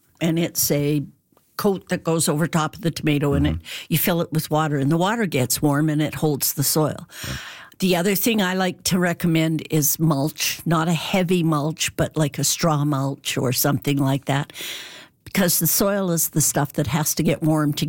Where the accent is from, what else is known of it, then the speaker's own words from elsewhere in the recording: Alberta, Canada; I grew up in Alberta. I'm long time generations.